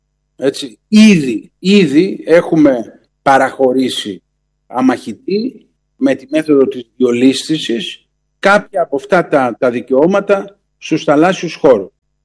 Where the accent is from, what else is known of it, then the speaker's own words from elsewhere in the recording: Greece; εμείς ως Έλληνες το έχουμε βιώσει αυτό στο πετσί μας.